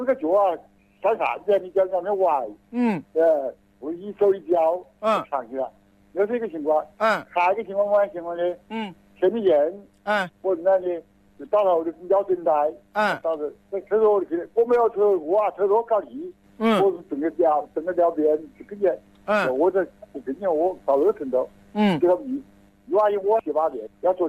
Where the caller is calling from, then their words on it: Wuhan, Hubei, China; 我是江夏局的，